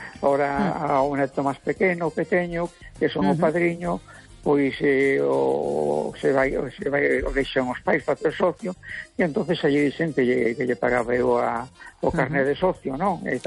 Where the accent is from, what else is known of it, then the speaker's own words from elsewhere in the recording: Galicia, Spain; E como galego, pues a mí me gusta o Deportivo, me gusta o Celta, ¿verdad?